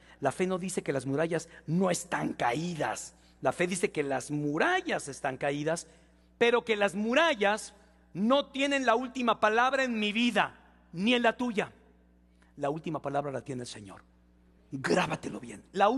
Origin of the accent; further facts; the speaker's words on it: Mexico; Perdónanos como mexicanos.